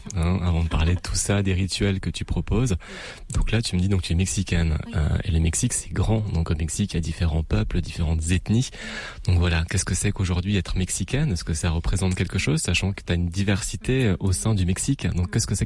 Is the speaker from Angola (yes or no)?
no; France